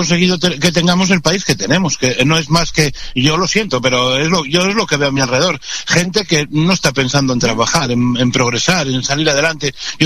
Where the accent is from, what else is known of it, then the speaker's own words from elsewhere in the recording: Spain; A mí como español